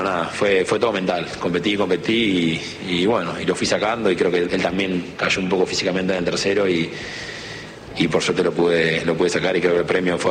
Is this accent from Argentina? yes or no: yes; Argentina; Creo que me apoyaron un montón siendo argentino, jugando acá.